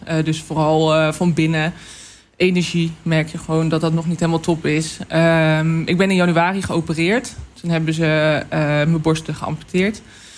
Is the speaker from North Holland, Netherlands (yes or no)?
no; Deventer, Overijssel, Netherlands; born there; Ik ben geboren in Deventer. Ah, op de Worp.